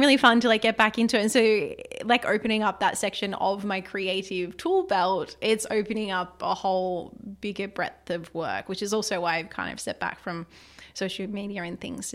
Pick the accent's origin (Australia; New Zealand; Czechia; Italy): Australia; I'm Australian.